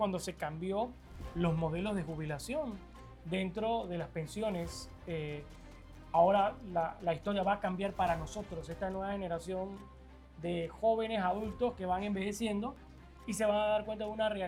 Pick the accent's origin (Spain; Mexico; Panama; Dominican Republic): Panama